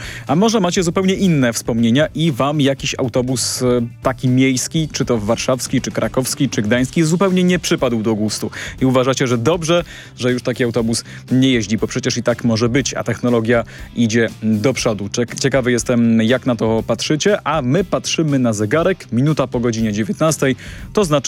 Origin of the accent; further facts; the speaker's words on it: Poznań, Greater Poland Voivodeship, Poland; Chociaż jestem poznaniakiem, to ten autobus był super.